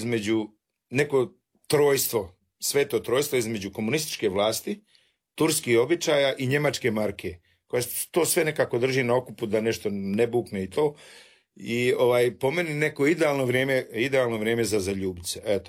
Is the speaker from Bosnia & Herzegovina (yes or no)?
yes; Tomislavgrad, Federation of Bosnia and Herzegovina, Bosnia & Herzegovina; moved away